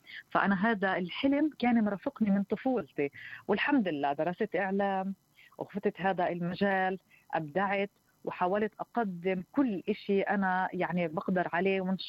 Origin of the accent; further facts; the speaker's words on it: West Bank, Palestine; كانوا يتفاجئوا أنه أنا من الضفة الغربية، يعني كانوا يحكوا مستحيل حد مش عايش في غزة